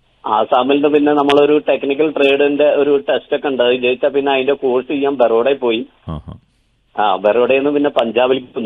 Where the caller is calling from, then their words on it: Pallippuram, Kerala, India; ഞാന് പട്ടാമ്പി പള്ളിപ്പുറത്തുനിന്നാണ്.